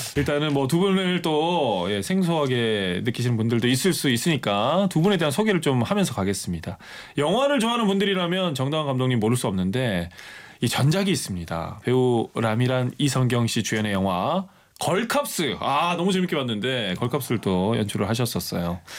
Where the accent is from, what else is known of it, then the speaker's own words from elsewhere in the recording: Ulsan, South Korea; 저도 이제 울산이고